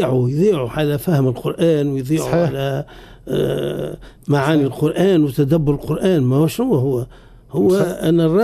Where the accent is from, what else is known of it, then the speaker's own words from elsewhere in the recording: Tunisia; إحنا عندنا في تونس